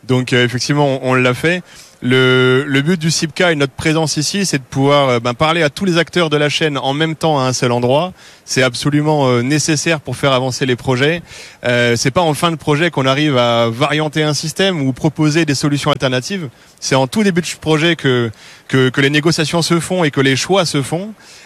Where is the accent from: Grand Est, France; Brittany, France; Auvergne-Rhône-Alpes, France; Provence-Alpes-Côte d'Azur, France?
Grand Est, France; Strasbourg; Et la preuve, ensuite, je suis de Strasbourg. J'ai décidé de quitter l'Alsace pour venir ici pendant 3 jours.